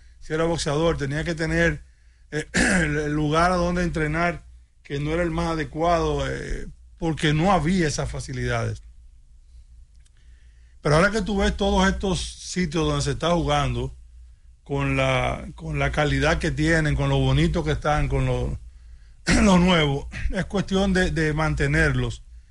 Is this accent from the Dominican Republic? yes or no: yes; Dominican Republic; nosotros como ciudadanos dominicanos